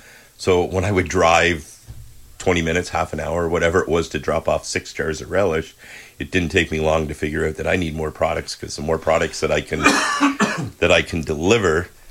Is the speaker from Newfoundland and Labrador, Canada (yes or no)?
no; Guelph, Ontario, Canada; I come from Guelph. There was a little hot dog stand. It's still there.